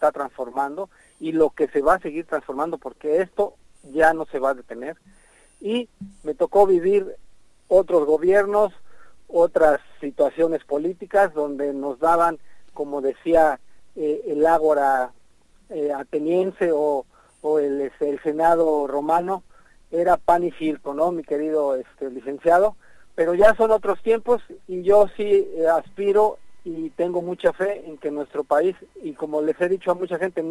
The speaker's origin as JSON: {"language": "Spanish", "region": "Mexico City", "country": "Mexico", "moved": "yes", "lives_now": "Tijuana, Mexico", "said": "yo soy capitalino, yo tengo doble nacionalidad, le digo a la gente, soy chilango y tijuanense ya por adopción"}